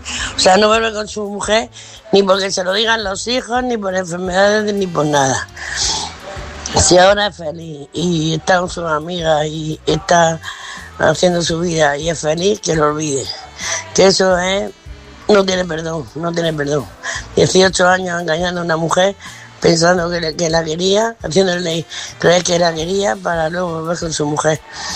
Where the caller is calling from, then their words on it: Murcia, Region of Murcia, Spain; Buenas noches, Álvaro, oyente corresponsal. … de Murcia